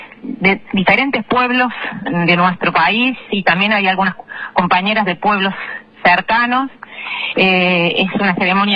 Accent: Argentina

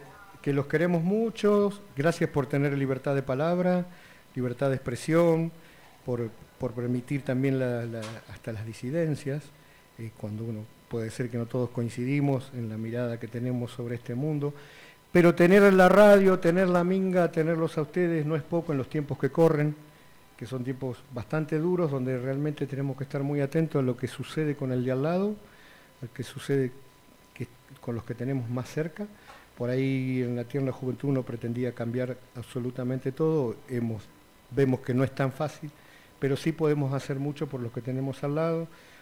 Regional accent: Charbonier, Córdoba, Argentina; nosotros somos de Charbonnier.

